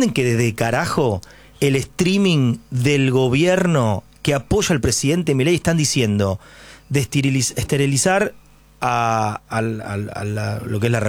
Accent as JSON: {"language": "Spanish", "country": "Argentina", "said": "Digo, que como argentinos permitamos que esto suceda en nuestro país."}